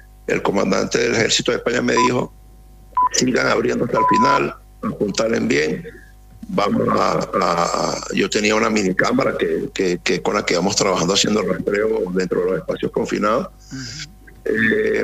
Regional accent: El Salvador; Yo vengo, un ejemplo, ¿no? Yo vengo de El Salvador, pero como que vinieron fue a curiosear.

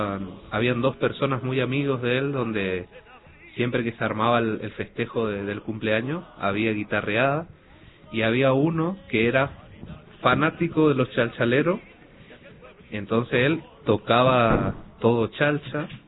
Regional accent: Corrientes, Argentina; yo soy del centro de la provincia de Corrientes.

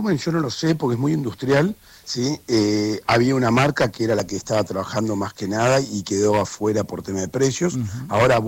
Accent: Argentina

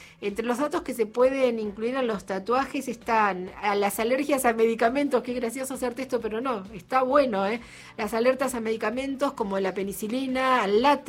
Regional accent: Argentina

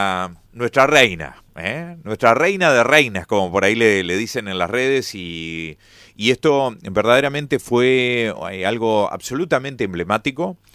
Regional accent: Gualeguaychú, Entre Ríos, Argentina; somos vecinos de Gualeguaychú

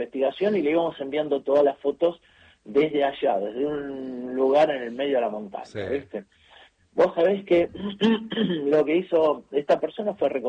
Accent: Buenos Aires, Argentina; Nosotros somos de Buenos Aires

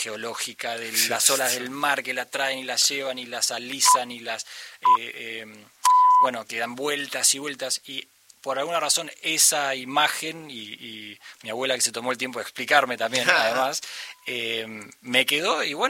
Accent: Argentina; born there; first language Spanish; nací hablando los dos a la par, o sea, soy muy bilingüe. Pero lo que pasó es cuando vine a Argentina, cuando tenía 6 años, se dio vuelta así rotundamente. Y hoy por hoy, sí, el español es mi primer idioma.

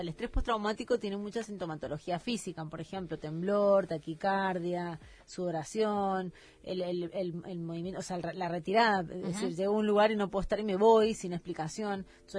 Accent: Mendoza, Argentina; born there; moved away; Pero me recuerdo cuando vivía en Mendoza

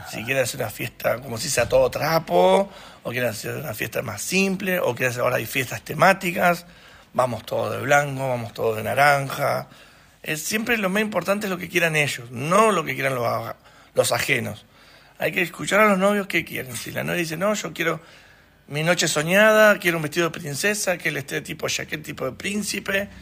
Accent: Mar del Plata, Buenos Aires Province, Argentina; now in Entre Ríos, Argentina; Nosotros somos de Mar del Plata, somos nacidos en Mar del Plata

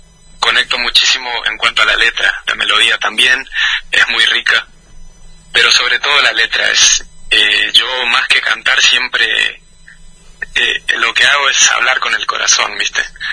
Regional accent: Santo Tomé, Corrientes, Argentina; La gente acá de mi pueblo, que todos me escribieron

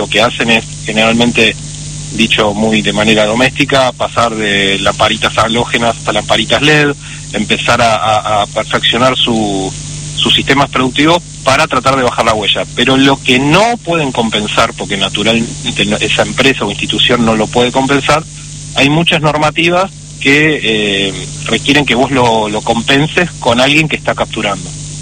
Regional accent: Argentina

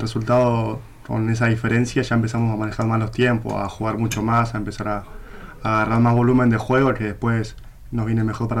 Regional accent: Comodoro Rivadavia, Chubut, Argentina; moved away as an adult; Sí, sí, yo soy de Comodoro y arranqué ahí en USMA de Comodoro.

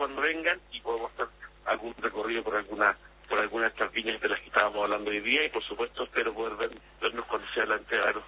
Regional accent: Chile; para nosotros como chilenos es el momento de mayor celebración del año

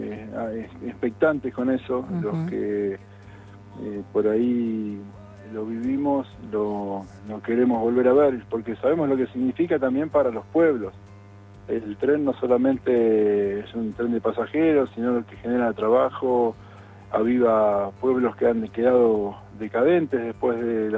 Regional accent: La Plata, Buenos Aires Province, Argentina; moved away; Yo soy nacido en la ciudad de La Plata, en el barrio de José Hernández, en barrio humilde, de trabajadores. Uh-huh. Un barrio por el que era atravesado por las vías del tren. Teníamos la estación ahí

